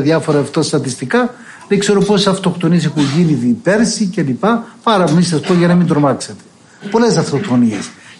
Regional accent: Greece; now in Mount Athos, Greece; εμείς οι Έλληνες πρέπει να καυχόμεθα και να χαιρόμεθα που είμαστε Ορθόδοξοι

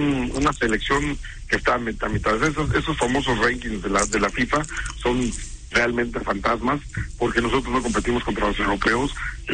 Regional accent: Mexico

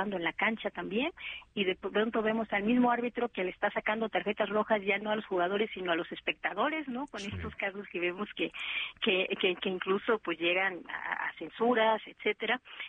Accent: Mexico; nosotros como mexicanos

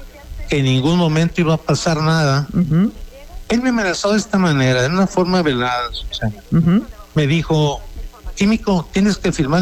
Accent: Badiraguato, Sinaloa, Mexico; Acuérdate que yo soy de Badiraguato

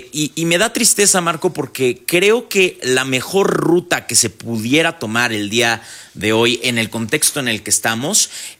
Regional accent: Mexico; para tener una narrativa conjunta como país, como Estado mexicano, frente al superpoder que es Estados Unidos.

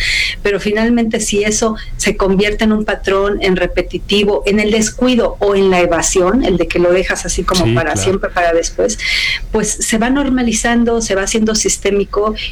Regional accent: Mexico

